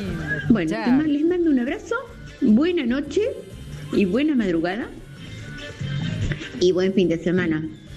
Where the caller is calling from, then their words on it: La Pampa, Argentina; de La Pampa.